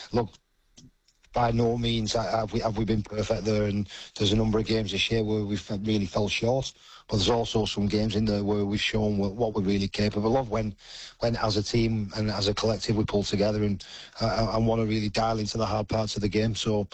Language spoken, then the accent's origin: English; St Helens, North West England, United Kingdom; Obviously, I grew up in St Helens, so I played there from when I was 18 till 35.